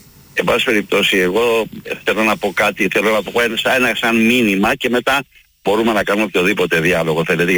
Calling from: Vouliagmeni, Attica, Greece; Είμαι από τη Βουλιαγμένη. Δεν είμαι από του Παπάγου

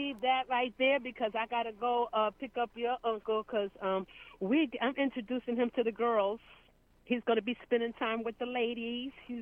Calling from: South Carolina, United States; calling from South Kakalaki.

